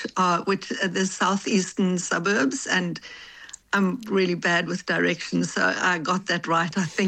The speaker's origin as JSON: {"language": "English", "country": "Namibia", "tie": "born or raised there", "moved": "as an adult", "lives_now": "Melbourne, Australia", "said": "I'm originally from Africa. I grew up in Namibia. I've been in Australia for 25 years."}